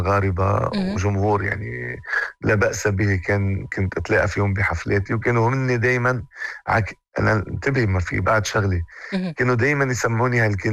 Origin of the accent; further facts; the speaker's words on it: Lebanon; moved away as an adult; now in Morocco; يعني انا ظهرت من لبنان مش عارف اي اتجاه رايح فيه، يعني وصلت سوريا، الاردن، دبي. من دبي كان قراري اني انا لازم اجي على المغرب